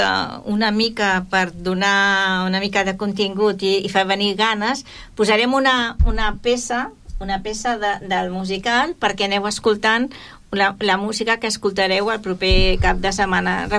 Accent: Barcelona, Catalonia, Spain; now in Tordera, Spain; jo que sóc barcelonina, per exemple, jo quan dic que sóc de Barcelona jo dic que sóc d'Horta, no. Perquè sóc d'Horta.

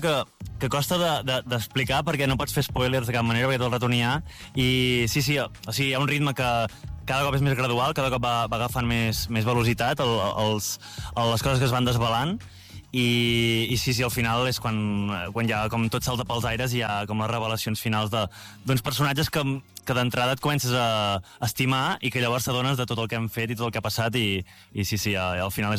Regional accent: Vic, Catalonia, Spain; Ostres, jo, bueno, primer que sóc de Vic, i el concepte pixapí el conec

